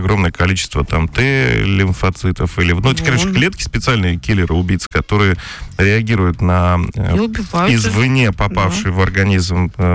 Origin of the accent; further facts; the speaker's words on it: Kyrgyzstan; now in Russia; Вот смотри, я же из Киргизии.